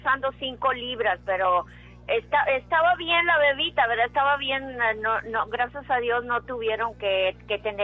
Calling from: Edinburg, Texas, United States; De Erinburg

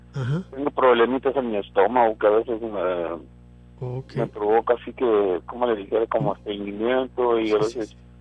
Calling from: Vallehermoso, Mexico; Yo soy aquí de Vallehermoso.

